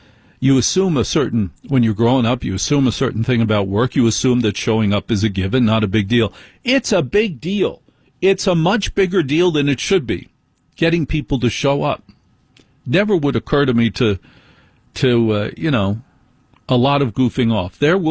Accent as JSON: {"language": "English", "region": "New Jersey", "country": "United States", "said": "because, you know, I'm from Jersey. I'm from the Northeast."}